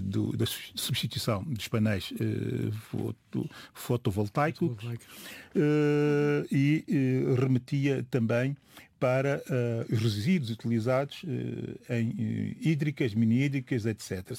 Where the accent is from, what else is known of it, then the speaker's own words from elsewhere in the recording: São Tomé & Príncipe; o problema mais crítico que nós temos em São Tomé e Príncipe